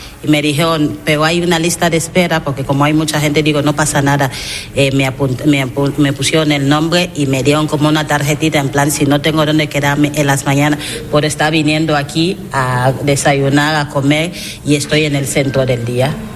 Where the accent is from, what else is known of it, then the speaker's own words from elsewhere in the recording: Equatorial Guinea; Spanish is a second language; moved away as an adult; now in Spain; le conocí en mi país, en Guinea.